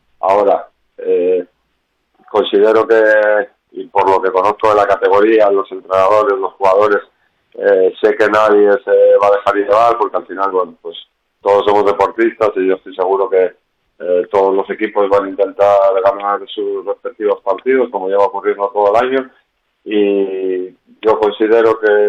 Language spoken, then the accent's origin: Spanish; Santander, Cantabria, Spain; yo soy del Racing de Santander, porque bueno, soy de allí.